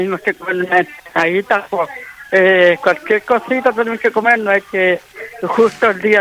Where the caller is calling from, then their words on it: O'Higgins, Chile; No, yo soy de aquí, de Los Tres Puentes.